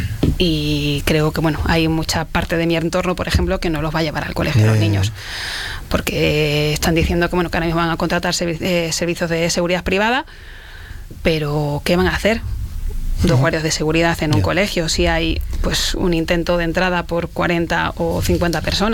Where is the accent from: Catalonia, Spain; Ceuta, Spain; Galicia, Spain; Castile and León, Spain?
Ceuta, Spain; nosotros crecemos con ese sentimiento de pertenencia. A mí mi padre me inculcó desde que era pequeña el amor a mi ciudad, el amor a mi tierra y el amor a España, porque somos españoles como el resto.